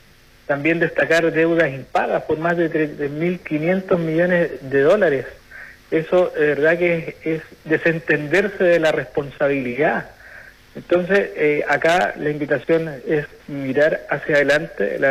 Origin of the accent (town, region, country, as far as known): Chile